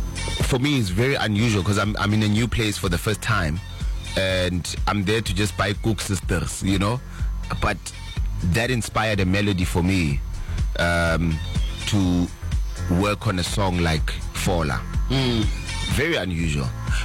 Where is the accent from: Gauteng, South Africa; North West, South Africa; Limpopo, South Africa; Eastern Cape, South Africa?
Eastern Cape, South Africa; Aliwal North; Probably one of the best goalkeepers in my hometown, Alwal North, they will tell you, you know.